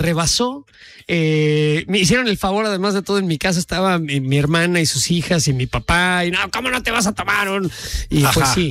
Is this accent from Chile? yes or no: no; Mexico; now in United States; como ser mexicano en Estados Unidos. Todos los mexicanos están aquí legalmente, y todos los mexicanos trabajan en la cocina. Y pues la verdad no, o sea, la verdad es que muchos trabajamos en distintas cosas